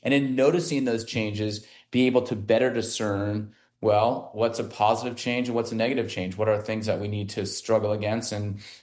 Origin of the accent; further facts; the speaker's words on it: Arizona, United States; moved away as an adult; now in San Francisco Bay Area, United States; I myself, before I moved to the Bay Area and spent 20 years here, I grew up in Arizona.